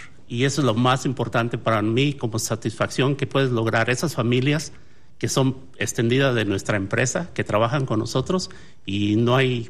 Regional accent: Mexico; nos voltean a ver como mexicanos

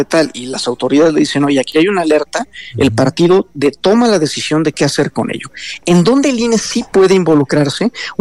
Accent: Mexico; como mexicanas y mexicanos

